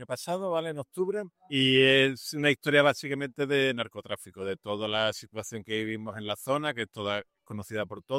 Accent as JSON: {"language": "Spanish", "area": "Cádiz province", "region": "Andalusia", "country": "Spain", "said": "cómo se vive aquí, cómo somos aquí"}